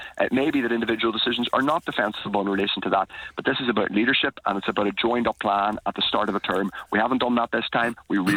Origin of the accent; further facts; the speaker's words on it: Northern Ireland, United Kingdom; I come from Kirkpatrick, where a hospital, people fought very hard to keep a hospital open.